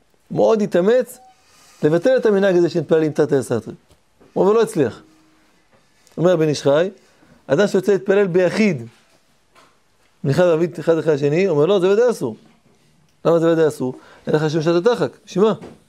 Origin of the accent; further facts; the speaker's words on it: Tel Aviv, Tel Aviv District, Israel; אני גדלתי בתל אביב